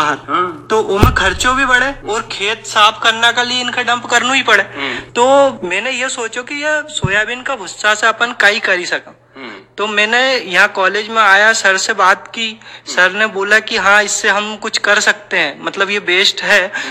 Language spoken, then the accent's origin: Hindi; Harda, Madhya Pradesh, India; मैं वैसे हरदा से आता हूँ